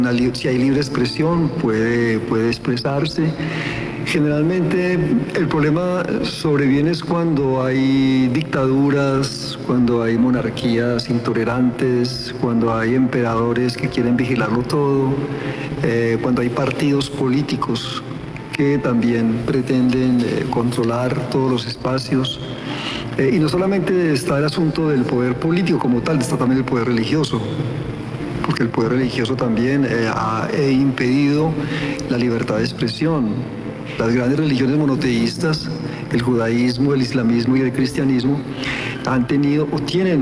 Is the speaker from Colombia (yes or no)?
yes; Colombia; moved away as an adult; also born or lived in France; tengo una experiencia también de exiliado, como escritor colombiano que estuve exiliado en Francia